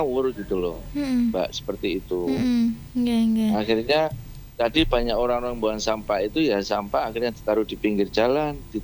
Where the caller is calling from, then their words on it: Nganjuk, East Java, Indonesia; saya juga sebagai warga Nganjuk yang cinta Nganjuk, dan kita juga membayar pajak